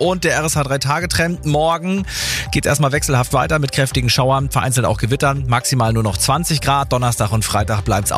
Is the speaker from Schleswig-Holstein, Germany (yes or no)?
yes; Schleswig-Holstein, Germany; Diese Klänge sind einem als Schleswig-Holsteiner bekannt.